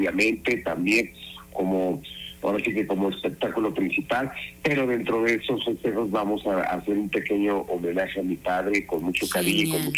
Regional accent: Mexico; el día más importante para nosotros los mexicanos

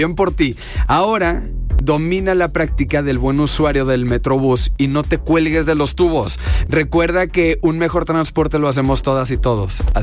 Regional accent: Mexico; como somos los mexicanos

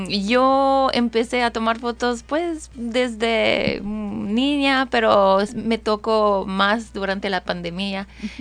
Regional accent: France; Soy de Francia.

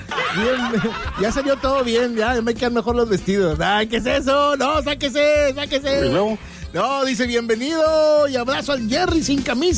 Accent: Nuevo León, Mexico; nosotros, los de Nuevo León?

